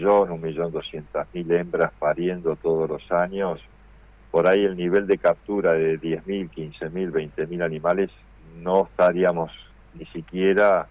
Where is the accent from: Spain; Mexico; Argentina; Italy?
Argentina